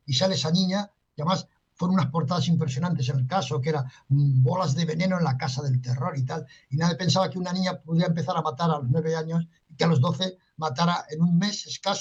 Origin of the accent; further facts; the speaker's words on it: Pamplona, Navarre, Spain; un día, precisamente volviendo a mi tierra en Pamplona